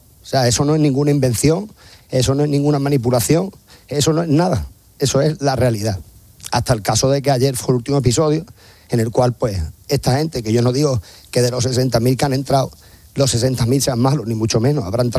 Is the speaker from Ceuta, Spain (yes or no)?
yes; Ceuta, Spain; yo quería expresar que soy hijo de Ceuta, hijo de una persona que vino en el año después de la guerra a buscarse la vida aquí, donde nació mi padre, nací yo